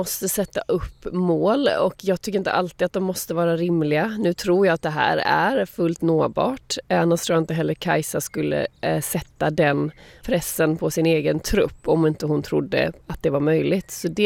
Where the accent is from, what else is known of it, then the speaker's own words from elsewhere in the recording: Sweden; vara hemma i Sverige